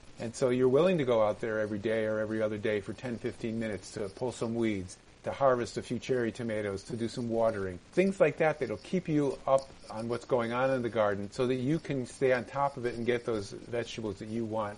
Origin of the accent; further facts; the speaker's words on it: Connecticut, United States; So as you said, I grew up in Connecticut with my Italian grandparents' farm in our backyard.